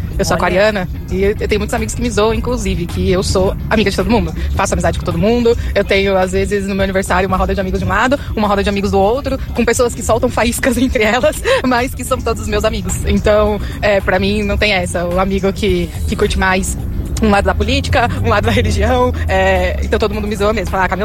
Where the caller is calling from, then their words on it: São Paulo, Brazil; Sou da BC Paulista, São Paulo.